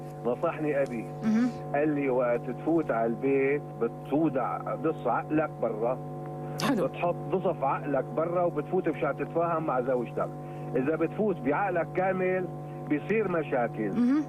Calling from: Damascus, Damascus Governorate, Syria; من الشاغور

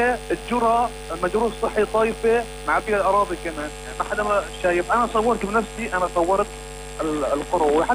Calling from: Aleppo Governorate, Syria

